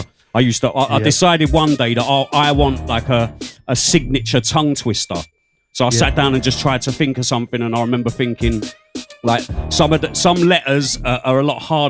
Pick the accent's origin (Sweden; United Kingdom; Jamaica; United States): United Kingdom; Romford, London; I grew up in Romford